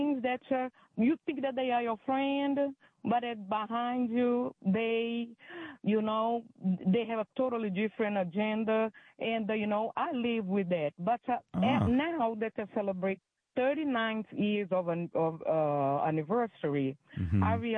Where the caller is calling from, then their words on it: Brazil; I'm not calling for Maryland. I'm calling from Brazil.